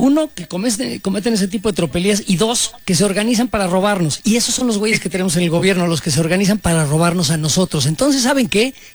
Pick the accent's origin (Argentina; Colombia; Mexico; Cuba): Mexico; now in United States; México es mi primera nación. Yo creo que en mis amores y cariños en segundo estaría España. Y luego está el país que me da cobijo y donde vivo